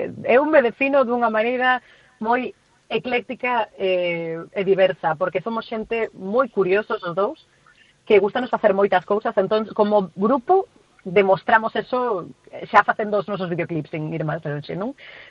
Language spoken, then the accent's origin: Galician; Galicia, Spain; A xente que somos daqui de Galicia sabemos que esos son para ser galegos